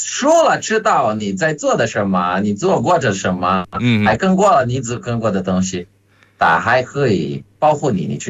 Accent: Brazil; Chinese is a second language; 我是来自巴西

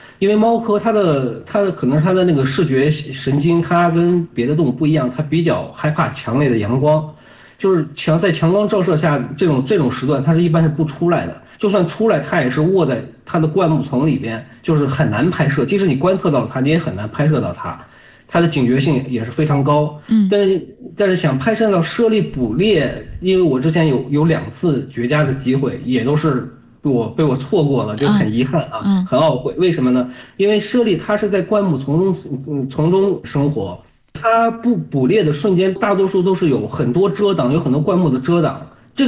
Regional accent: Qinghai, China; 我作为一个土生土长的青海人嘛，这些高反呀、饮食呀，包括人文风俗啊，我都非常适应那一片

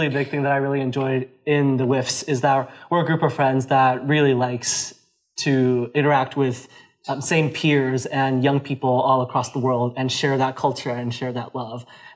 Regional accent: Beijing, China; I'm originally from Beijing, China. So it's really special to be able to bring the group back to Beijing.

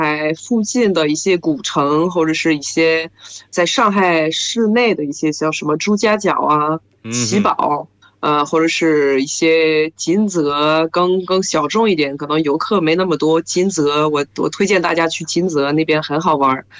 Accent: France; Chinese is a second language; now in China

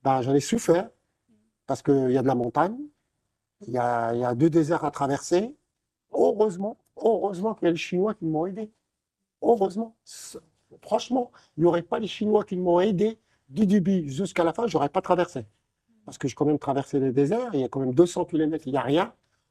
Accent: Morocco; born there; je suis né au Maroc et je suis parti le 7 février de Casablanca.

